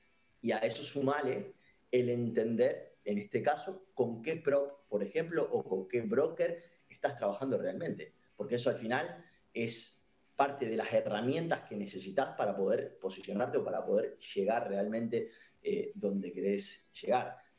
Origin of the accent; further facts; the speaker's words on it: Argentina; moved away as an adult; now in Spain; yo que vengo de Argentina, que es un lugar que por ahí está muy aislado o lo estaba, digamos, ¿no?, de todo esto y te encontrás, yo llevo 4 años en España